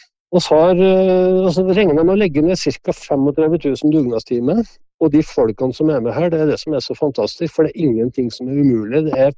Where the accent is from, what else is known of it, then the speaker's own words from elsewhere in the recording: Innlandet, Norway; det I hjemkommunen min, og jeg synes at dette arrangementet her utrolig viktig for både Lesja-bygde, for Dovre-bygde og for hele regionen.